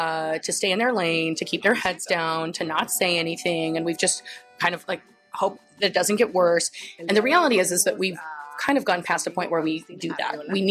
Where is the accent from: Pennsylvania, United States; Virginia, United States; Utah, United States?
Utah, United States; Salt Lake City; moved away as an adult; now in San Diego, United States; I'm from Salt Lake City, Utah. Orale. And I've lived in San Diego now for a year and a half. I moved here, not quite a year and a half, but I moved here last June.